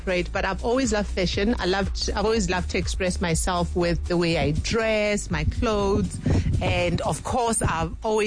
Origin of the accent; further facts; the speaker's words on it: Soweto, Gauteng, South Africa; You know, I grew up in Soweto, so it was one of our chores.